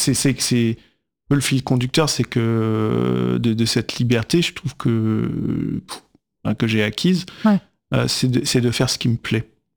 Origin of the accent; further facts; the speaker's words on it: Paris, Île-de-France, France; Alors moi, je suis parisien. Hein, je suis parisien.